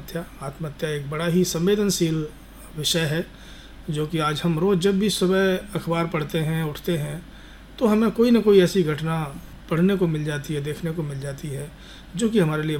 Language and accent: Hindi; Gwalior, Madhya Pradesh, India; मेरा जन्म तो ग्वालियर शहर में ही हुआ है और मैं ग्वालियर का ही रहने वाला हूँ और मेरी 12वीं क्लास तक जो शिक्षा है वो ग्वालियर में ही हुई है।